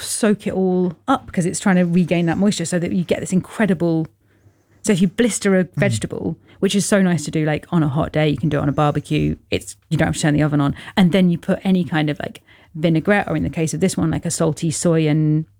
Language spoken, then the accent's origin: English; London, United Kingdom; I was born in London, like London is my home and I feel very strongly that, you know, everywhere I've lived in London, I've lived in a lot of places, as probably most Londoners have, the kind of shuttle from rental flat to rental flat